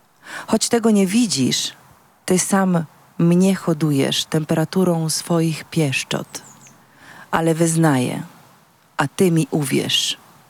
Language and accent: Polish; Marche, Italy; Polish is a second language; moved away; ja jestem z Marki, nie z Wenecji.